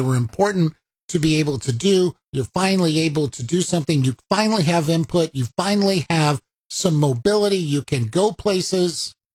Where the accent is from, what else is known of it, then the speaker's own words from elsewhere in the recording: United States; when I grew up in America